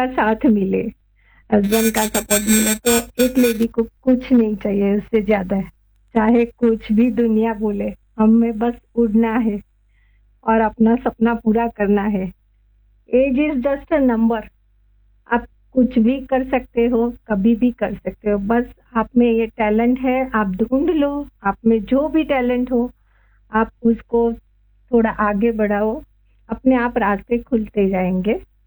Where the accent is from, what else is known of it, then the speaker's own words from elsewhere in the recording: Gujarat, India; मैं गुजराती हूँ, गरबा बहुत अच्छा सा खेलती हूँ